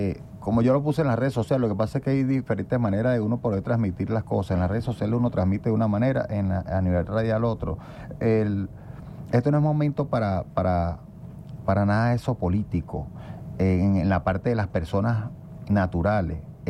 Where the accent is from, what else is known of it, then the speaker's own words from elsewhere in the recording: Venezuela; llegó el momento de nosotros como venezolanos ponernos en película.